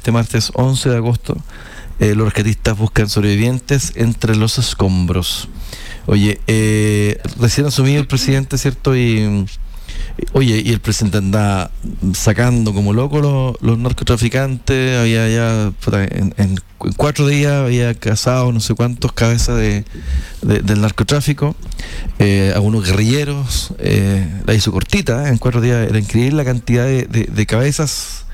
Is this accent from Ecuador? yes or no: no; Chile; uno como chileno vivió esto.